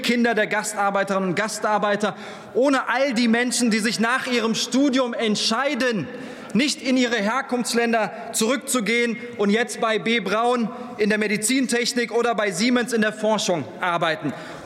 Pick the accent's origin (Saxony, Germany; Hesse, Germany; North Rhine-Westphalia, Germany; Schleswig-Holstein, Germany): North Rhine-Westphalia, Germany; Krefeld; moved away; Ich komme ursprünglich aus Krefeld.